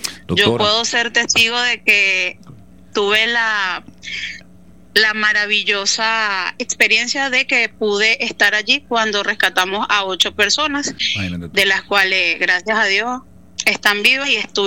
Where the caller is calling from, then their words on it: Venezuela; somos venezolanas